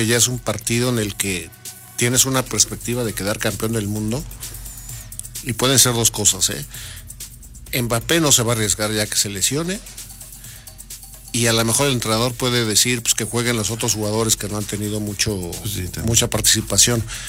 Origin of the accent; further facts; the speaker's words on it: Mexico; es una gran diferencia para los mexicanos que nosotros perdimos